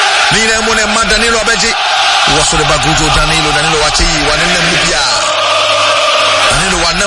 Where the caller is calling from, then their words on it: Koforidua, Eastern Region, Ghana; Good evening, Brakosi. I'm listening from Koforidia.